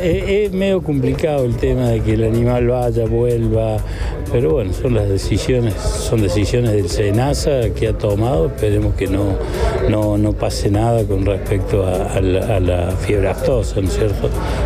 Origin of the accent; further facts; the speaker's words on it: Río Cuarto, Córdoba, Argentina; la ciudad de Río Cuarto, donde yo soy oriundo